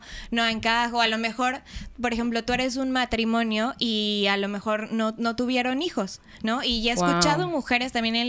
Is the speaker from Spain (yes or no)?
no; Mexico City, Mexico; moved away as an adult; now in Mérida, Mexico; yo toda mi infancia, cuando crecí en Ciudad de México, yo fui hija de padres divorciados